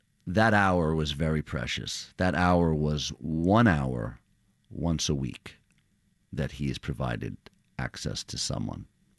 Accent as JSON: {"language": "English", "town": "Queens", "region": "New York", "country": "United States", "tie": "born or raised there", "said": "I think part of what drew me to this is an understanding of how, in growing up in Queens, it's not that dissimilar"}